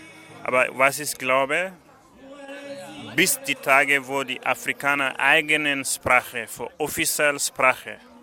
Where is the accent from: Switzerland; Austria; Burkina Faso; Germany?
Burkina Faso; German is a second language; moved away; ich komme aus Burkina Faso, ich bin auch aus dem Norden von Burkina, Nomaden.